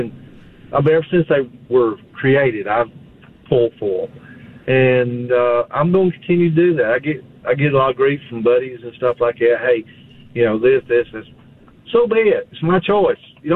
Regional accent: Cartersville, Georgia, United States; born or raised there

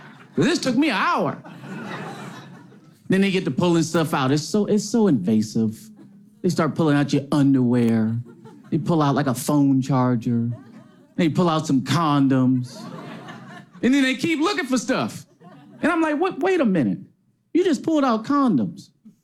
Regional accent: Detroit, Michigan, United States; I'm from Detroit.

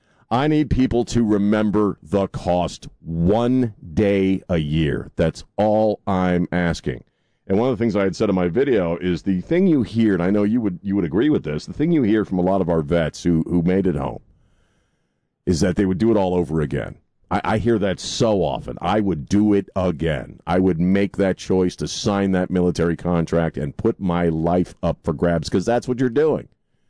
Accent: Arlington, Virginia, United States; I grew up around Arlington and spent a lot of time going there over the, you know, as a kid and on field trips and stuff like that.

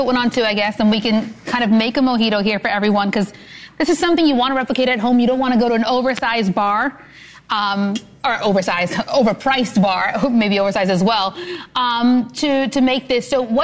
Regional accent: San Juan, Puerto Rico; My hometown, my family's hometown at least.

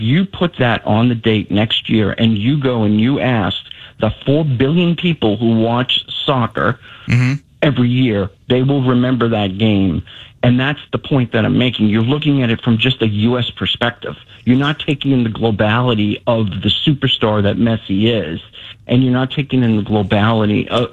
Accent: Boston, Massachusetts, United States; I'm a huge Tom Brady fan. I'm from Boston. I'm a Patriots fan.

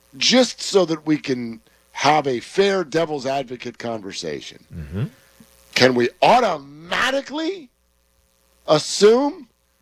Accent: California, United States; My son, my oldest son, we're Niner fans. We grew up and live in the Bay here.

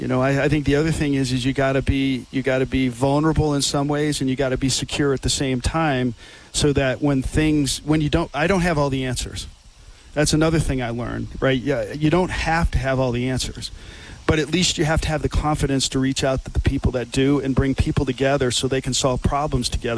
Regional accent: Wisconsin, United States; I grew up here. This is a special, iconic place.

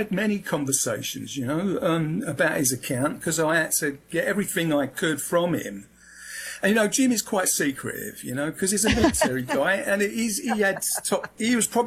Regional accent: London, United Kingdom; No, I was brought up in Peckham, London, southeast London, so that's my acce

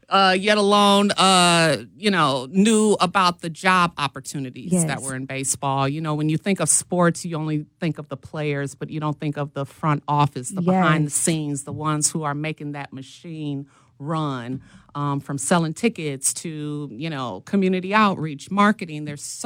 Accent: Milwaukee, Wisconsin, United States; born or raised there

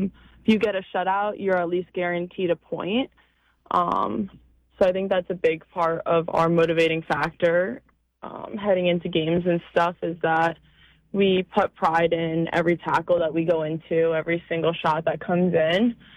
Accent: New York, United States; I mean, growing up on Long Island, you know, Stoya and our old coach Marissa, both from Long Island

